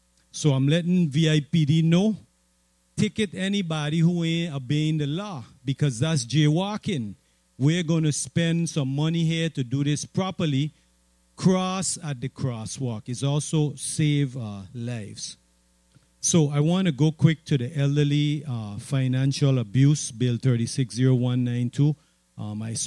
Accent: U.S. Virgin Islands; I grew up right here in Nada

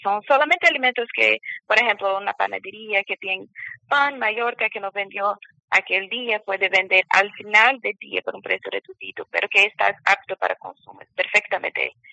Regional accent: Brazil; Spanish is a second language; Primeramente, yo tengo que decir que soy brasileña, mi español es... Estoy aprendiendo español todavía

